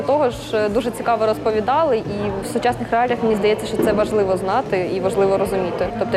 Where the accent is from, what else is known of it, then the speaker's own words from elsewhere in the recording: Velykyi Burluk, Kharkiv Oblast, Ukraine; Я з Великого Бурлука, це Куп'янський район.